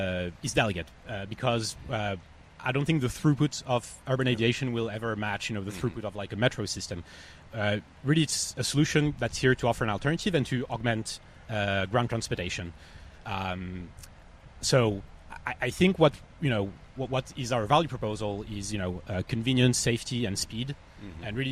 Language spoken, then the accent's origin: English; France; English is a second language; now in United States; And I'm originally from France, and, you know, it's really amazing to be here.